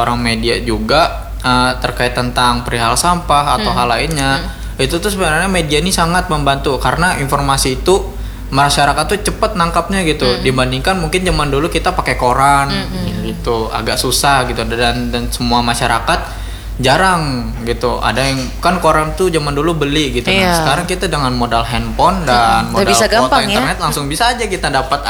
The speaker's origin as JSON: {"language": "Indonesian", "town": "Banjarmasin", "region": "South Kalimantan", "country": "Indonesia", "said": "gimana sih kita orang Banjarmasin itu menuju yang hijau lah, go green gitu"}